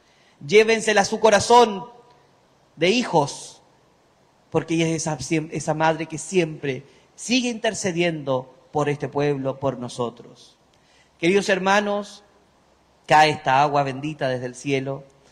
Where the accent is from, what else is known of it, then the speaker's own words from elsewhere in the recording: Andacollo, Coquimbo, Chile; yo soy de Andacollo, tierra mariana.